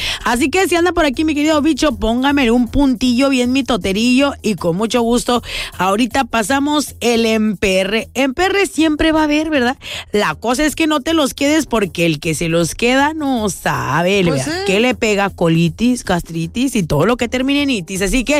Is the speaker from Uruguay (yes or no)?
no; Mexico